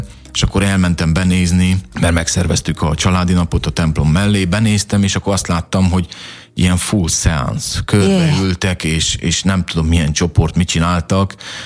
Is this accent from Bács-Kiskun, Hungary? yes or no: no; Debrecen, Hajdú-Bihar, Hungary; moved away as an adult; Én keresztény családban nőttem fel, keresztény otthonban, Debrecen és környéke, Hajdúsámson pontosabban, félig itt, félig ott gyerekként.